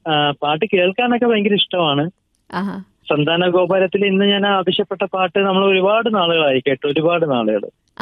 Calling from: Kilikollur, Kerala, India; ഞാൻ കൊല്ലം ജില്ലയിലെ കിളികല്ലൂരിൽ നിന്നാണ് വിളിക്കുന്നത്.

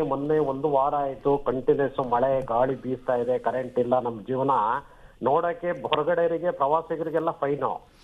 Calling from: Sakleshpur, Karnataka, India; ಸಕಲೇಶ್ಪುರ ತಾಲೂಕು ಬಿಳಸಾರೆ, ಅಜ್ಜನಹಳ್ಳಿ ಗ್ರಾಮ

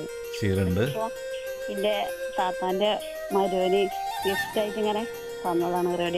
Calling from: Ponnani, Kerala, India; Ponnani.

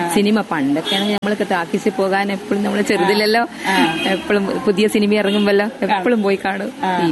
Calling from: Anjarakandy, Kerala, India; Anjarakandy

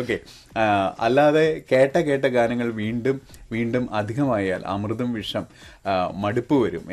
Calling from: Arookutty, Kerala, India; ഞാൻ അരൂക്കിറ്റിയിൽ നിന്നാണ് മെസ്സേജ് അയക്കുന്നത്.

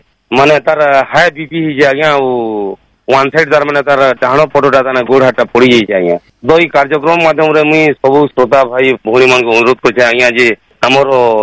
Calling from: Bargarh, Odisha, India; କହୁଥିଲି, ଗ୍ରାମ ପୋଷ୍ଟ ମୁନି ଭୟାବି ପୁରୀ ଜିଲ୍ଲା ବରଗଡ଼ରୁ।

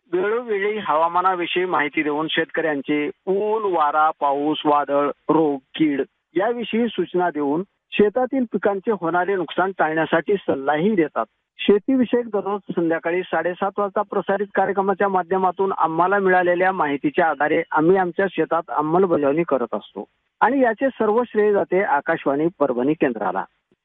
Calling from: Walsangi, Maharashtra, India; राहणार वळसंगी, तालुका अहमदपूर, जिल्हा लातूर।

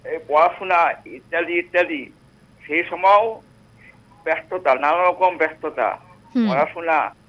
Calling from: Udaipur, Tripura, India; আমি উদয়পুর থেকে

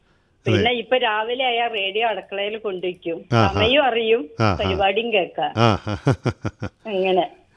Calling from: Kerala, India; സ്ഥലം കാലിക്കറ്റ് യൂണിവേഴ്സിറ്റിന്റെ അടുത്ത്, കോമരപ്പള്ളി എന്ന സ്ഥലത്ത്.

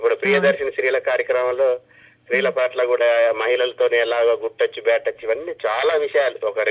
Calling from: Rampuram, Telangana, India; Madam, మాది రాంపురం గ్రామం, భద్రాద్రి కొత్తగూడెం జిల్లా.

